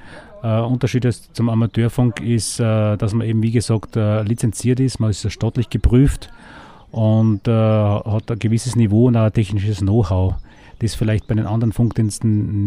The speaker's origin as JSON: {"language": "German", "region": "Salzkammergut", "country": "Austria", "said": "ich komme aus dem Salzkammergut"}